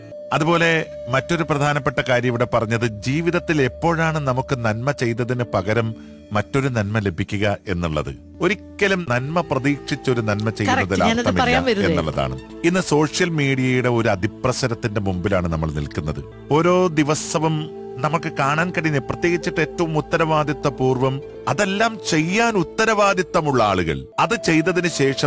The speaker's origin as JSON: {"language": "Malayalam", "town": "Kasaragod", "region": "Kerala", "country": "India", "tie": "born or raised there", "moved": "yes", "lives_now": "Ernakulam, India", "said": "ഞാൻ കാസർഗോട്ട് സ്വദേശിയാണ്, ഞാൻ ജീവിക്കുന്നത് എറണാകുളത്താണ്."}